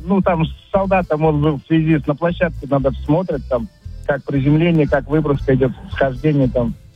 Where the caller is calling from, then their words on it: Lipetsk, Lipetsk Oblast, Russia; Я звоню с Липецка